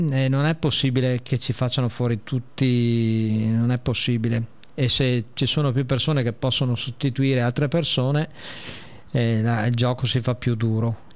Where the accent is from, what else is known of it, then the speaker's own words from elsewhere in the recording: Veneto, Italy; come italiani, come veneti